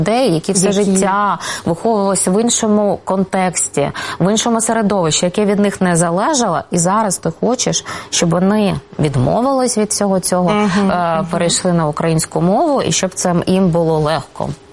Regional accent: Kyiv, Ukraine; first language Russian; Ukrainian is a second language; в мене українською говорили обидва дідусі. Я виросла російськомовною дитиною в Києві в найбільш зросійщеній школі. В Києві імені Леніна, і на українську вже переходила в дорослому свідомому віці, а остаточно 100% після народження дітей

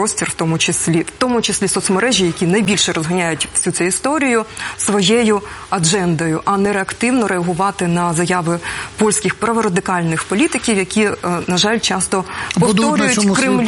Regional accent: Sumy, Sumy Oblast, Ukraine; недалеко від моїх рідних Сум

